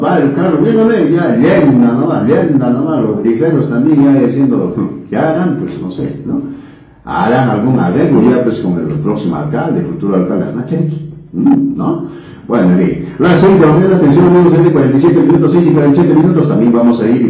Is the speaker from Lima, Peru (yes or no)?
no; Canchis Province, Cusco, Peru; now in Chumbivilcas, Peru; el Vinicunca es de mi tierra linda, de mi provincia linda, provincia de Canchis